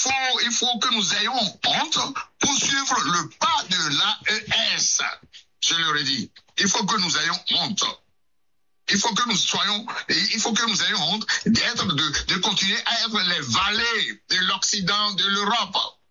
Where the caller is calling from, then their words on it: Benin; chez nous, au Bénin